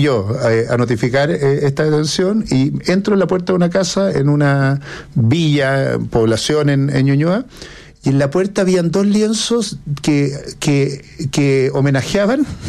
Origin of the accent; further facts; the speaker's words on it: Montevideo, Uruguay; yo estuve en el liceo y me crié en la Colón 9000.